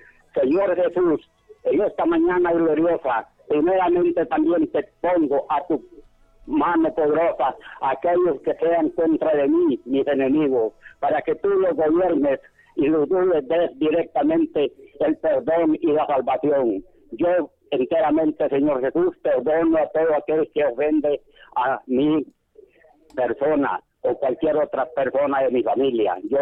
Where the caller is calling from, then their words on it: San José, Intibucá, Honduras; De San José, en el municipio de Intibucá, departamento de Intibucá